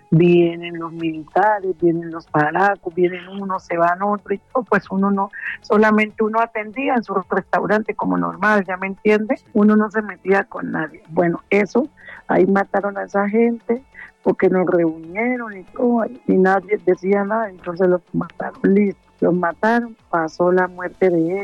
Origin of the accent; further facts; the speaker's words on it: Lloró, Chocó, Colombia; Soy del departamento del Chocó, del municipio de Lloró, de la vereda Oguro.